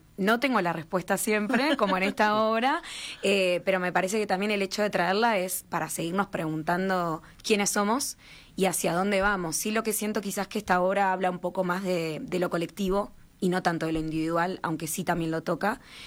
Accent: Uruguay; a veces a nosotros como uruguayos, uruguayas, nos cuesta comprenderlo más, porque quizás siento que en Uruguay, o es mi percepción, es más fácil identificar a veces los bloques

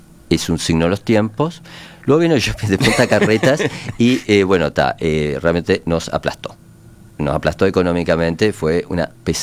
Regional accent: Montevideo, Uruguay; born there; yo nací en Villa Biarritz

